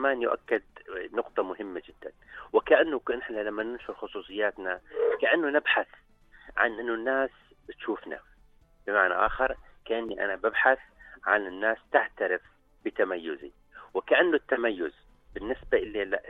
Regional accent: Jordan; إحنا كمجتمع أردني

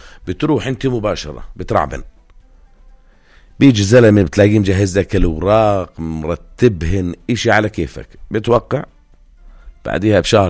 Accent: Jordan; إحنا كمجتمع أردني معروفين بالطيبة والثقة الزايدة بالناس

